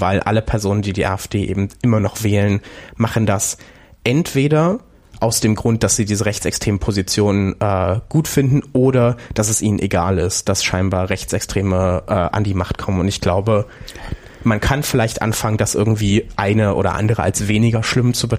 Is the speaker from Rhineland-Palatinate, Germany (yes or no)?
no; Saxony-Anhalt, Germany; moved away; ich komme aus Sachsen-Anhalt. Meine zumindest halbe Familie, also sowohl meine Eltern als auch die Hälfte meiner Großeltern leben noch dort.